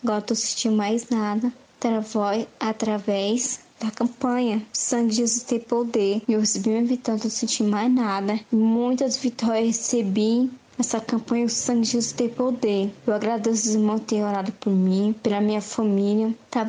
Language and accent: Portuguese; Francisco Morato, São Paulo, Brazil; Paz do Senhor … sou de Francisco Murato.